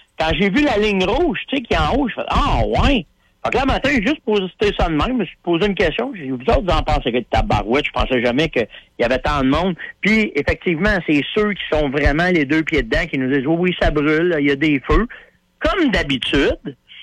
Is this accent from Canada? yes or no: yes; Canada; Tu sais, je disais, ben, je viens du Canada.